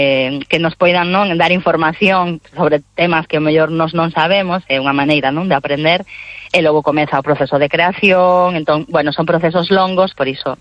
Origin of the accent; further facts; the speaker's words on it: Galicia, Spain; nos tamén somos creadoras galegas, co cal sempre a nosa visión, o facemos dende a nosa idiosincrasia